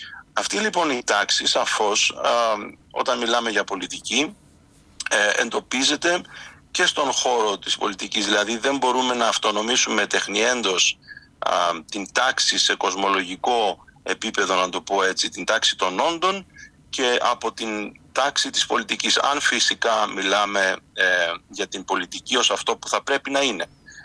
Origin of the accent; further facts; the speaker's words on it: Greece; εμείς ως Έλληνες και ως Ορθόδοξοι